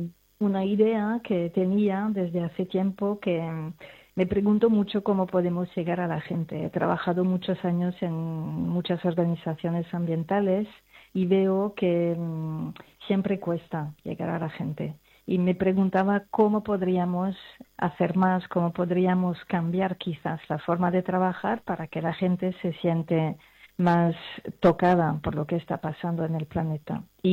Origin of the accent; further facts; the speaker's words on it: France; now in Barcelona, Spain; soy francesa, vivo en Barcelona.